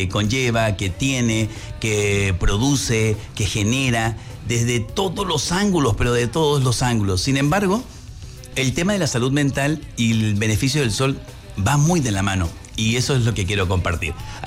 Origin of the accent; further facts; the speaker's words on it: Nueva Esparta, Venezuela; yo que me crié en el Caribe y viví toda mi infancia y parte de mi adolescencia en una isla, en la isla Margarita, en Venezuela, en el Caribe venezolano